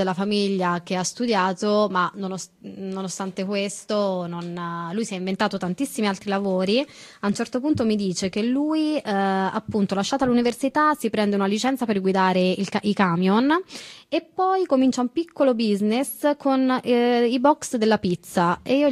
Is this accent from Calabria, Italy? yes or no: yes; Calabria, Italy; born there; now in Prato, Italy